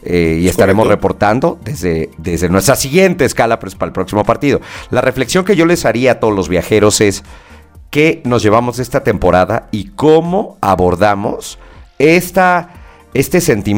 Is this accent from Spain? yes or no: no; Mexico; nuestra responsabilidad como mexicanos